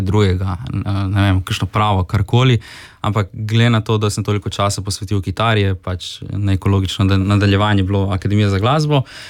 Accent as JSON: {"language": "Slovenian", "town": "Rijeka", "region": "Primorje-Gorski Kotar County", "country": "Croatia", "said": "smo očitno ti reški Slovenci"}